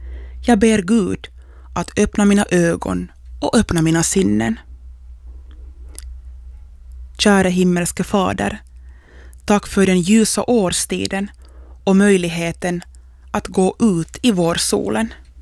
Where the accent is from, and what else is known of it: Järvenpää, Uusimaa, Finland